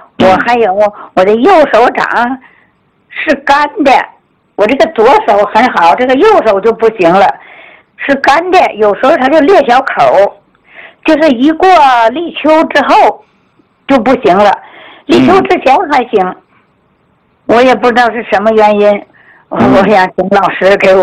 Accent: Hebei, China; born there; now in Hegang, China; 我生在河北

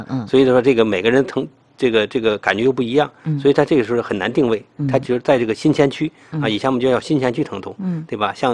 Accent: China; 我们中国人的这个患病率

